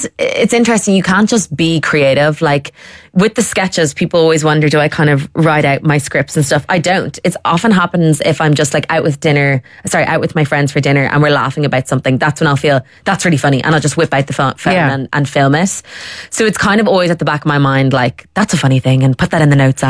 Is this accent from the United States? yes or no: no; Ireland; now in London, United Kingdom; being an Irish person in London